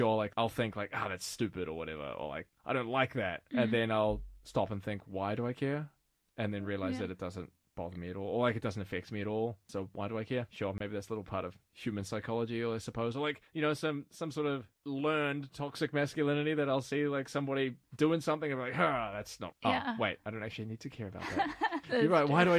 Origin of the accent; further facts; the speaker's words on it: New Zealand; moved away as an adult; now in Sweden; I come from New Zealand